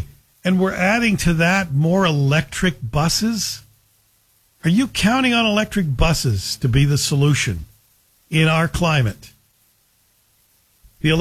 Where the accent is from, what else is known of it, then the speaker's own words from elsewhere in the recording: Canada; But I can do that because I'm a Canadian having the conversation in Canada.